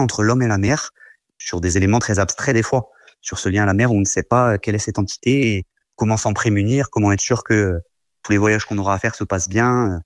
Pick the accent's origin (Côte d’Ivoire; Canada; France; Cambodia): France; Corsica; chez nous en Corse.